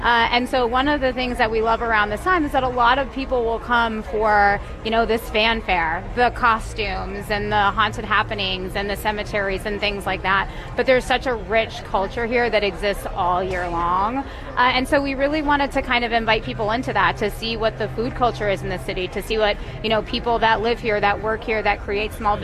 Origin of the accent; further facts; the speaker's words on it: Swampscott, Massachusetts, United States; I'm originally from Swampscott. We moved back in 2013